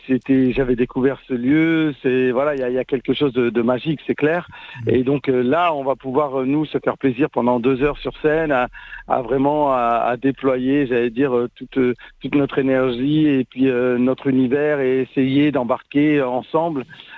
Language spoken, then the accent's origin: French; Lille, Hauts-de-France, France; Hein, nous, on est originaire de Lille, là-haut, à la maison.